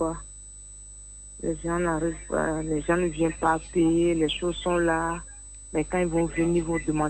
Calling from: Abidjan, Côte d’Ivoire; Oui, je vous appelle de Cocody.

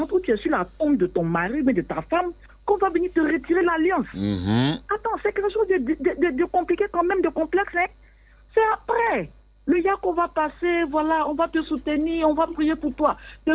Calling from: Abidjan, Côte d’Ivoire; je vous appelle de Marcory.

